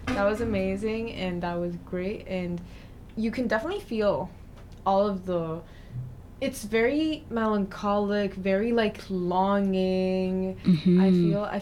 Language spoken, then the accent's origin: English; Mexico; I'm from Mexico.